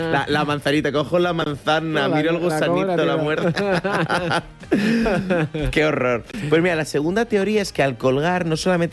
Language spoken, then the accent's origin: Spanish; Santander, Cantabria, Spain; Yo soy de Santander, Cantábrico.